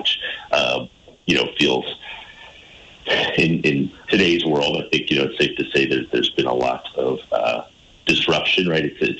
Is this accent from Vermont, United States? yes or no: yes; Putney, Vermont, United States; as a young person growing up in Vermont, had great history teachers and others. I mean, I grew up in Putney. There's an amazing Putney Historical Society.